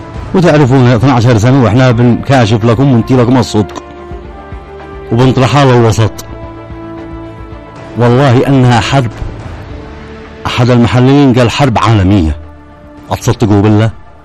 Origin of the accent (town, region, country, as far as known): Yemen